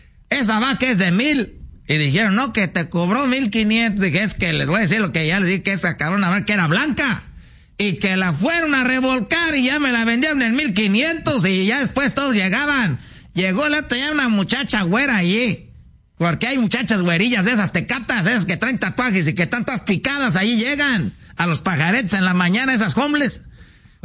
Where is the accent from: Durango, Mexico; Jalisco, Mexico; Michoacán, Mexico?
Michoacán, Mexico; como somos de Michoacán, andamos allá para donde está esto de la mariposa monarca